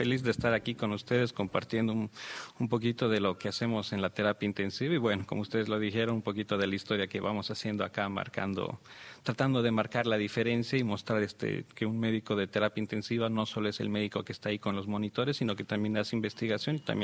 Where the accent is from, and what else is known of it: Mexico; born there; also born or lived in Bolivia